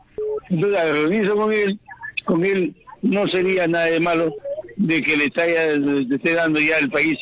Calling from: Peru

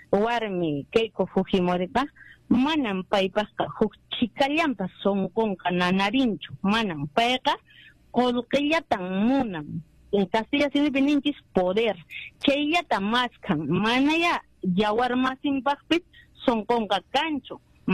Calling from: Tacna, Peru; Me comunico desde Tacna.

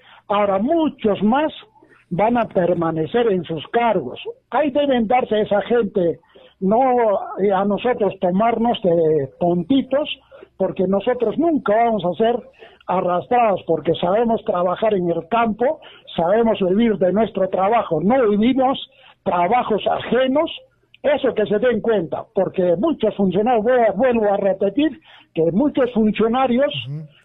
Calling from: Peru; de Piscuyo.

